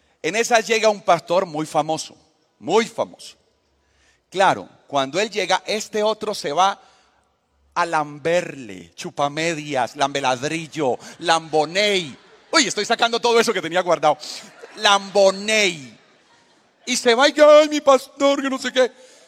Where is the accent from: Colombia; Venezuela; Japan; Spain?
Colombia; con sangre colombiana. Entonces yo le dije, vengo de la mejor tierra, de Colombia